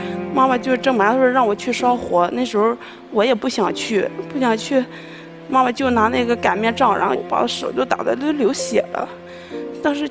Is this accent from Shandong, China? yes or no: yes; Dezhou, Shandong, China; 我是从山东德州来的。